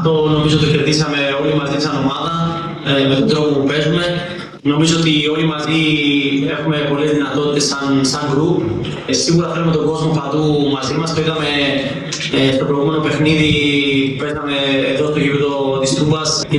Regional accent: Northern Greece, Greece; Οπότε και εγώ, σαν παιδί της Βόρειου Ελλάδας, είμαι πάρα πολύ χαρούμενος. Παίζω σχετικά στα μέρη μου.

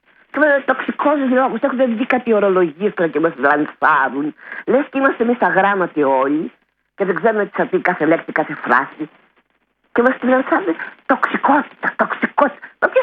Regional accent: Gargalianoi, Peloponnese, Greece; στην πατρίδα μου στου Γαργαλιάδους

